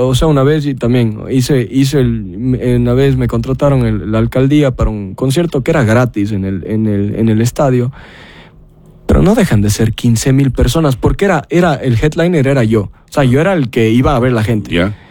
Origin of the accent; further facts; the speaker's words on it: Cuenca, Azuay, Ecuador; accent: cantadito cuencano; now in Miami, United States; te puedo hablar desde la perspectiva de los cuencanos, porque yo soy cuencano.